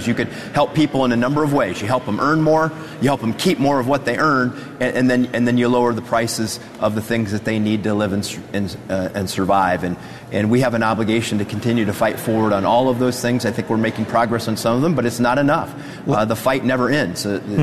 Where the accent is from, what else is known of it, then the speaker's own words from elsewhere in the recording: Ohio, United States; But I can tell you, in my home state of Ohio, we have more jobs than we've ever had in the history of the state.